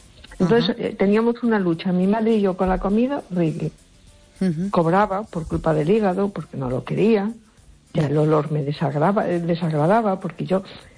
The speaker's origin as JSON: {"language": "Spanish", "town": "A Coruña", "region": "Galicia", "country": "Spain"}